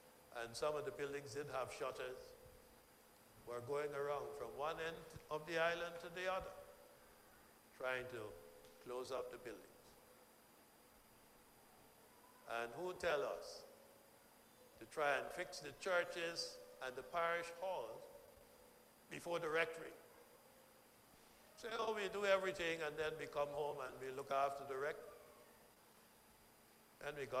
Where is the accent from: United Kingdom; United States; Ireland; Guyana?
Guyana; moved away as an adult; also born or lived in Exuma, Bahamas; now in Bahamas; I grew up in Guyana, and in Guyana, we didn't know anything about hurricanes. Don't have hurricanes in Guyana.